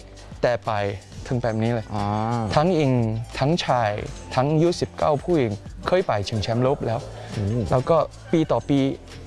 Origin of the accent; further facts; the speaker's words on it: Singapore; Thai is a second language; เป็นคนสิงคโปร์ครับ